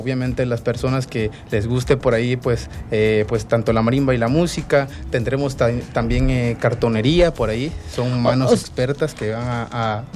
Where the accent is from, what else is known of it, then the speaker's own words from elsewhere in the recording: Tabasco, Mexico; las raíces que tenemos nosotros pues como tabasqueños, ¿no?